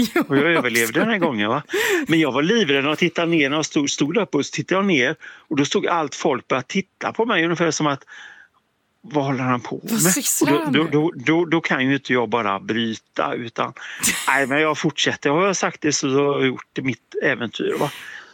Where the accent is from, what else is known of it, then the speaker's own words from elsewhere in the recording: Gothenburg, Västra Götaland County, Sweden; now in Hammarö, Sweden; Alltså, jag bor på Hammarö men jag är göteborgare.